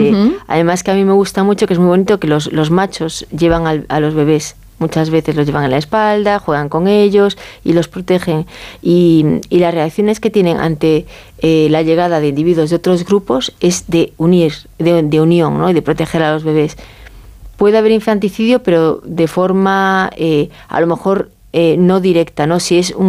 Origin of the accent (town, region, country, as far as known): Galicia, Spain